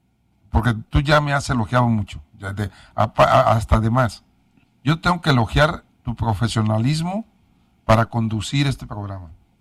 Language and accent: Spanish; Tepic, Nayarit, Mexico; Yo soy de Tepic.